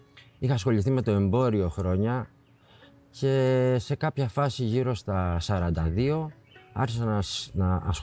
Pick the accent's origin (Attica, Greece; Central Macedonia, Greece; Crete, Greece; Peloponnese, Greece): Crete, Greece; Choudetsi; also born or lived in Heraklion; Είμαι από το Χουδέτσι, ναι. Καταγωγή μου είναι από το Χουδέτσι. Έχω ζήσει αρκετά χρόνια στο Ηράκλειο